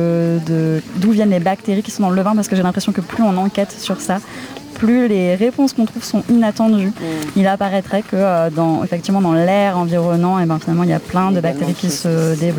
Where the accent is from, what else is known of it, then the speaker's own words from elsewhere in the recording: Paris, Île-de-France, France; Je suis parisienne. Je serai toujours parisienne.